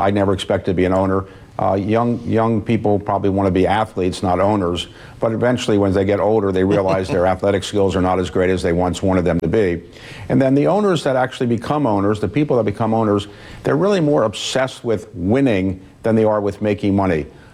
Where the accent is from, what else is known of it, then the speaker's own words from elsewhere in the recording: Baltimore, Maryland, United States; the Baltimore Orioles, my hometown baseball team.